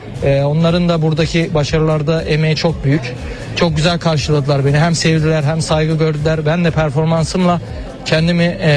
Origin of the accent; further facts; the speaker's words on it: Antalya, Turkey; born there; Antalya'da doğdum.